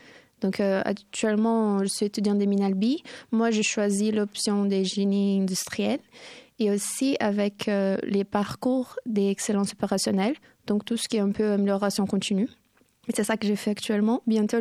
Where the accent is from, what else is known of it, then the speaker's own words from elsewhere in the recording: Brazil; je viens du Brésil, mais moi j'ai une double nationalité portugaise, donc une partie de ma famille vient du Portugal aussi